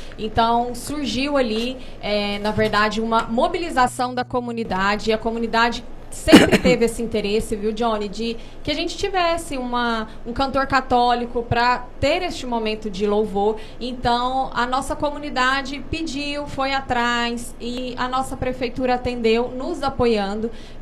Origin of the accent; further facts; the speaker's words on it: Goiânia, Goiás, Brazil; moved away as an adult; now in Vila Rica, Brazil; Eu sou de Goiânia, mas eu tô aqui há 4 anos, assim, minha vida já é aqui, já está enraizada.